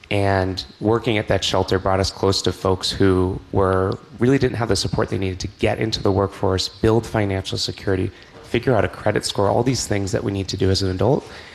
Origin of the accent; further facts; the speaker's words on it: Westboro, Massachusetts, United States; growing up in Westboro, I had the opportunity to represent my town as part of this statewide service initiative that takes one eighth grader from every city and town in Massachusetts